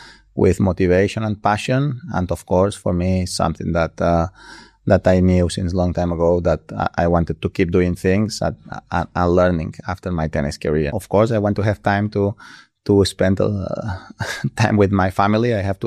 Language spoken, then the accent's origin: English; Balearic Islands, Spain